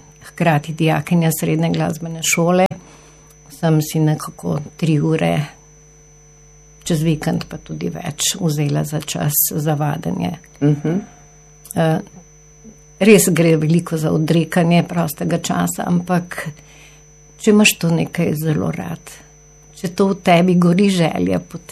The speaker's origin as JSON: {"language": "Slovenian", "town": "Novo Mesto", "region": "Southeast Slovenia", "country": "Slovenia", "tie": "born or raised there", "said": "Sem Novomeščanka, po duši in po srcu. Vse življenje sem tukaj, delam, ustvarjam."}